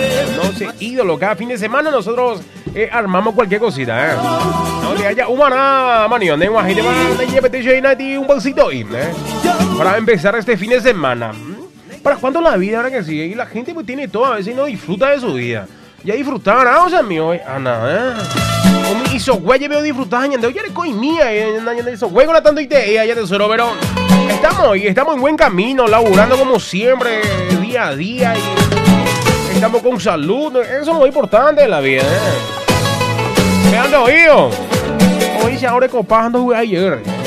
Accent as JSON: {"language": "Spanish", "town": "Coronel Oviedo", "region": "Caaguazú", "country": "Paraguay", "lives_now": "Pedro Juan Caballero, Paraguay", "said": "Saludo para … de Carnicería Jonathan, soy de Coronel Oviedo."}